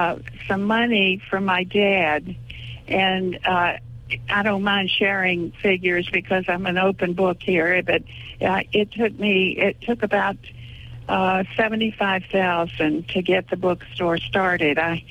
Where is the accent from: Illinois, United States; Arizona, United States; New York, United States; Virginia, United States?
Virginia, United States; Richmond; moved away as an adult; also born or lived in Flintwood, Virginia / Charlottesville, Virginia; now in Raleigh, United States; I moved to Whistville when I was just one, and then soon after that moved to Richmond. So I was really raised in Richmond, then moved to Charlottesville for 22 years. And then I left Virginia for the first time in my life.